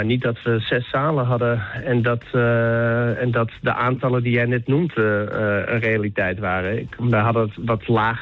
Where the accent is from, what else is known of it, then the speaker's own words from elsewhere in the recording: Amsterdam, North Holland, Netherlands; now in Rotterdam, Netherlands; dat wij eigenlijk uit Amsterdam komen.